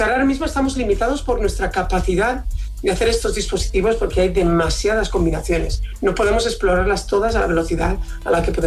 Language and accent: Spanish; Valencian Community, Spain; como buen valenciano nos tenemos que corregir y puntualizar mucho